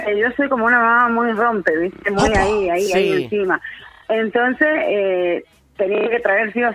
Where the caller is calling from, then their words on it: El Algarrobal, Mendoza, Argentina; Yo soy del Algarrobal. Dijiste que nadie conoce el Algarrobal, soy del Algarrobal.